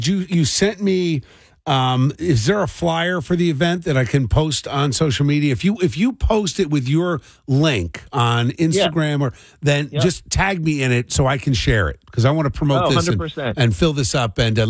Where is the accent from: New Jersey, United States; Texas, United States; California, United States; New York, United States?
New Jersey, United States; Cherry Hill; I grew up in Cherry Hill